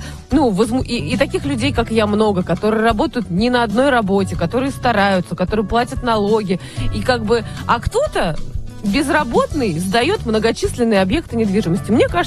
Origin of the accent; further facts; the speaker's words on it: Moscow, Russia; born there; Я живу в Москве, я родилась в Москве